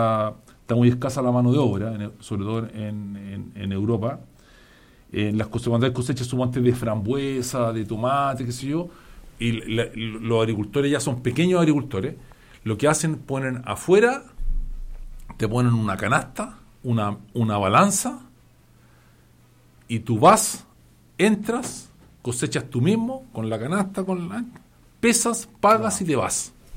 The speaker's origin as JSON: {"language": "Spanish", "country": "Chile", "said": "Hasta eso somos imbéciles, los chilenos."}